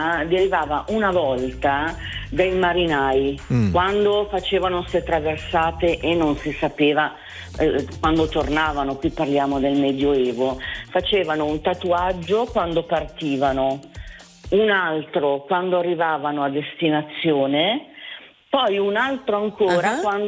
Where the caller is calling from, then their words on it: Rosate, Lombardy, Italy; Sono di Rosate, in provincia di Milano.